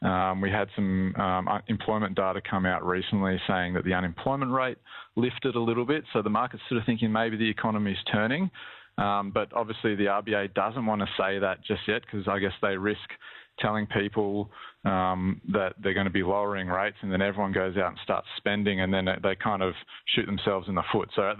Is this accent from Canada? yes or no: no; New South Wales, Australia; born there; I was born in New South Wales.